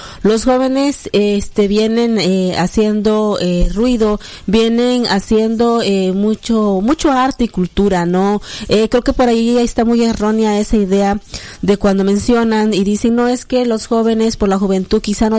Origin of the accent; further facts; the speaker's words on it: Chiapas, Mexico; somos mexicanos, ¿no? Que somos chiapanecos